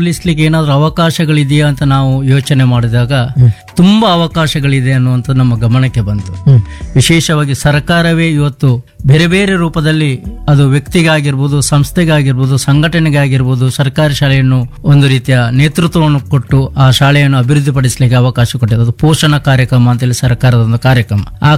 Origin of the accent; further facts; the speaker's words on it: Karnataka, India; now in Mangalore, India; ನಾನು ಸಹ ಒಬ್ಬ ಗ್ರಾಮೀಣ ಪ್ರದೇಶದಿಂದ, ಒಂದು ಕಾಲದಲ್ಲಿ ಕುಗ್ರಾಮ್ ಅಂತ ಗುರುತಿಸಿಕೊಂಡಂತಹ ಬೆಳ್ತಂಗಡಿ ತಾಲೂಕಿನ ಮುಗ್ಗುರು ಗ್ರಾಮದಿಂದ ಬಂದವನು. ಪ್ರಸ್ತುತ ನಾನು ಮಂಗಳೂರು ನೆಲೆಸಿದ್ರೂ ಸಹ ನನ್ನ ಪ್ರಾರಂಭದ ವಿದ್ಯಾಭ್ಯಾಸ ಮುಗ್ಗುರು ಗ್ರಾಮದಲ್ಲಿ ಪ್ರಾರಂಭ ಆಯಿತು.